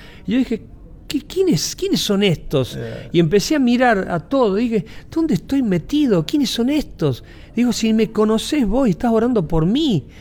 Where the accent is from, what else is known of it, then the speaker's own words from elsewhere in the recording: Argentina; ¿de qué parte? De Argentina. Yo soy de Argentina.